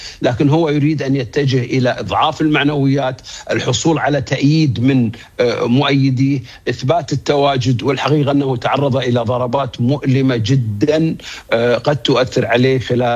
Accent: Kuwait; عندنا في الكويت

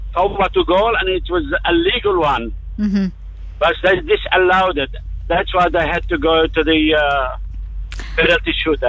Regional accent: Lebanon; now in Australia; هاني البلد هاني استراليا اللي عطيتنا إياه بلدنا مع جو، ونحن كلبنانيين نعرف هالشي

